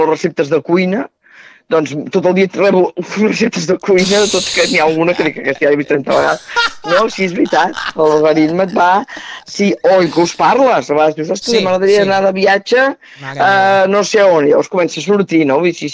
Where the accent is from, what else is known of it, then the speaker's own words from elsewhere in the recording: Terrassa, Catalonia, Spain; Jo sóc de Terrassa